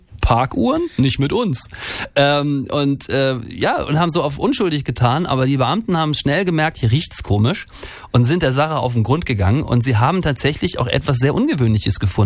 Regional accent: Northern Germany, Germany; Ich komme ja aus dem Norden, das gab's aber bei uns auch nicht, aber so Moor.

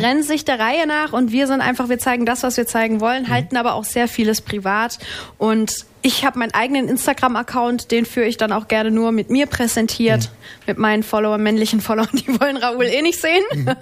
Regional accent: Baden-Württemberg, Germany; accent: Baden; also born or lived in Berlin; einfach ein Badener. Also ich krieg's auch nicht raus. Ich will es auch gar nicht rauskriegen. Ich liebe meine Heimat. Es ist einfach wunderschön hier.

